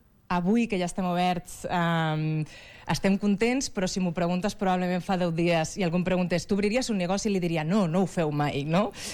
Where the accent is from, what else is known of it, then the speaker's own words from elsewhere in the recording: Valencia, Valencian Community, Spain; moved away as an adult; now in Badalona, Spain; Doncs jo soc originalment de València, de la ciutat de València, però porto ja vivint 5 anys a Badalona.